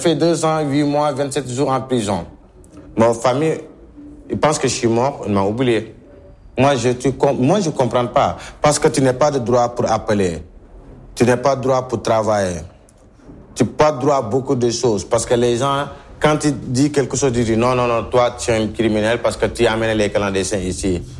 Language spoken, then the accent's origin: French; Senegal; French is a second language; now in Italy; moi je suis sénégalais.